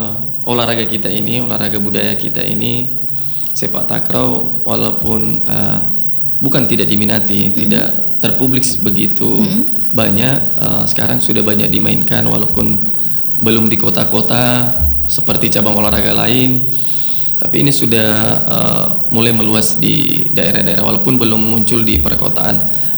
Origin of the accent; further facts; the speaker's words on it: West Sulawesi, Indonesia; bahwa memang kita ini asli Sulawesi Barat. Kita tidak mentransfer atlet dari luar atau dari mana, kita betul-betul orang asli Sulawesi Barat.